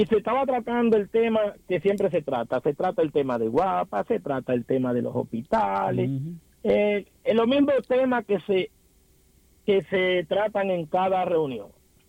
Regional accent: Dominican Republic; moved away; porque yo soy dominicano

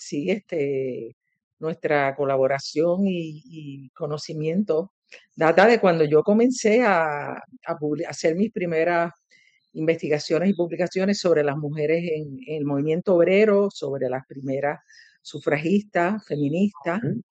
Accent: Puerto Rico; mis padres, ¿verdad?, con la formación que me dieron como puertorriqueña.

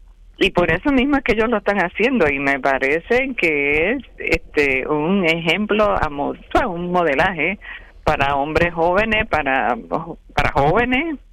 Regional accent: San Sebastián, Puerto Rico

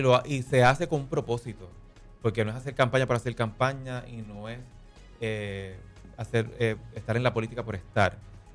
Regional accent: Luquillo, Puerto Rico; also born or lived in Fajardo, Puerto Rico; nací en Fajardo, pero me crié en Luquillo.

